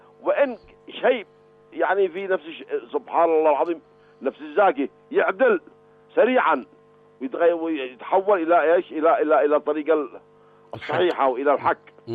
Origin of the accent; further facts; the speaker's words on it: Yemen; احنا كشعب يمني تربينا على الجهاد، على الانفاق، على الصمود